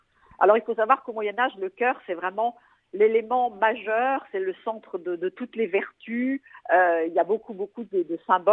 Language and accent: French; Auvergne-Rhône-Alpes, France; now in Savoie, France; En fait, je suis originaire du Bourbonnais, mais je l'ai quitté il y a fort longtemps puisque j'habite en Savoie.